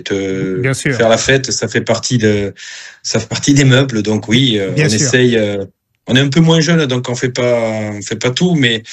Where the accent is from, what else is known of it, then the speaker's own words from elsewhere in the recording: Dax, Nouvelle-Aquitaine, France; moved away as an adult; now in Bayonne, France; Je suis attaché à Dax parce que j'y suis né, parce que j'ai fait l'école de rugby à Dax, mais depuis 10 ans je vis à Bayonne